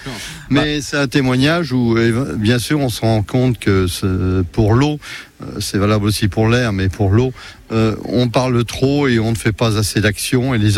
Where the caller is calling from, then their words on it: Auvergne-Rhône-Alpes, France; moi je suis du département de l'Ain.